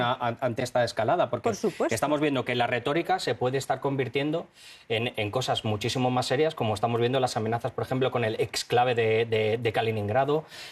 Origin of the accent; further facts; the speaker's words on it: Spain; moved away; he llegado yo también hace poco de Europa, de España, de nuestro país aquí